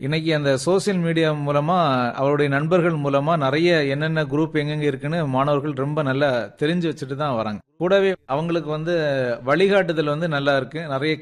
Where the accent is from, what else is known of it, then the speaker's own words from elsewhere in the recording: Thirunainarkurichi, Tamil Nadu, India; என்னுடைய சொந்த ஊர் திருநெய்னார் குறிச்சி.